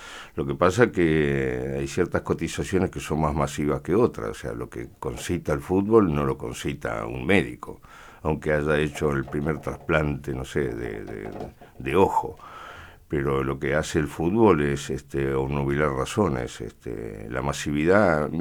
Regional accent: Bahía Blanca, Buenos Aires Province, Argentina; born there; also born or lived in Spain; yo soy un nacido en España, pero soy argentino. Y lo que he vivido en este país, en mi primera etapa de la vida, lo que he vivido en Bahía

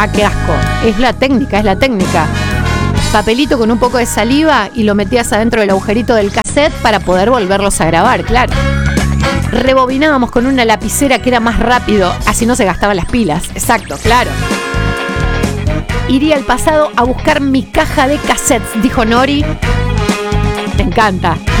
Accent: Argentina; No importa, pero en Argentina sí, yo que soy argentina.

